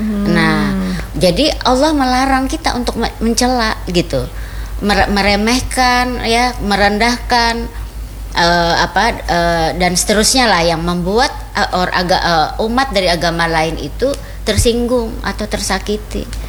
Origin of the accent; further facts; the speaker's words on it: South Kalimantan, Indonesia; memang kultur kita orang Banjar ini cenderung ya jerpian tadi istilahnya alergi lah